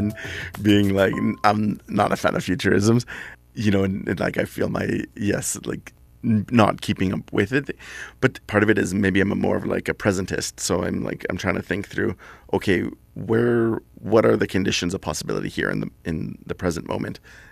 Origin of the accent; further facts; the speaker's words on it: Alberta, Canada; moved away as an adult; for the last 20 years I've lived largely in big cities, right? But I grew up on Ermineskin Reserve, went to schooling in Wetaskiwin all throughout